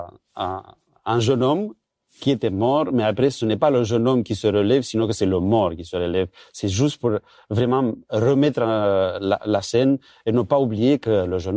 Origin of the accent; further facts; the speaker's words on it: Romania; moved away; Moi, j'ai grandi en Roumanie quand j'étais petit.